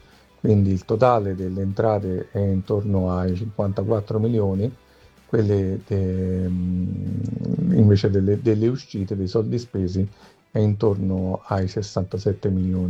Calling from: Rome, Lazio, Italy

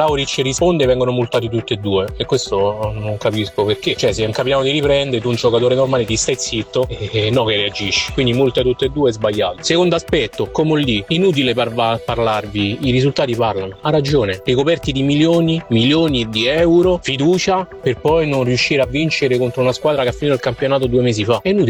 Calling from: Rome, Lazio, Italy

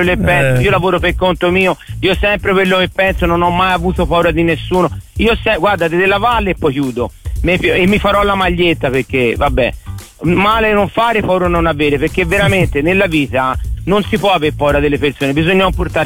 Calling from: Montespertoli, Tuscany, Italy; io sono di Montesperto, però lavoro a Monte

